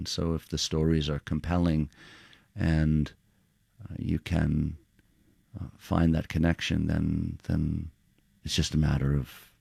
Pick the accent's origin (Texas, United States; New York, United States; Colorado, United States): New York, United States; Queens; in growing up in Queens, and it's not that dissimilar, you know, to what young people encounter in urban environments